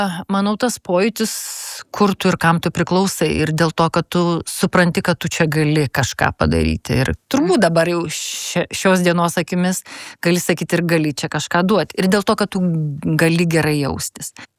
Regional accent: Kaunas, Kaunas County, Lithuania; also born or lived in Vilnius; Aš kaunietė, Kaune, ant asfalto.

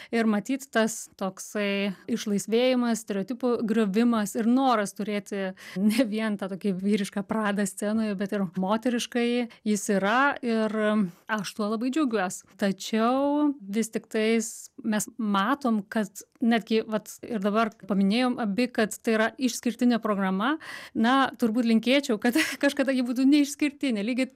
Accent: Pasvalys, Panevėžys County, Lithuania; ir netgi pagaliau sugrįšiu į savo gimtąjį kraštą kitais metais, jau rengiame programą ir planuojame koncertą Pasvalyje, o Pasvalys bus juk Lietuvos kultūros sostinė.

